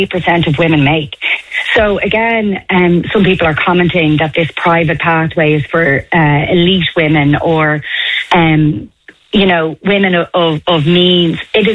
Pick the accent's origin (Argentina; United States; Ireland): Ireland; You know, as an Irish woman, we've battled for choice for long enough.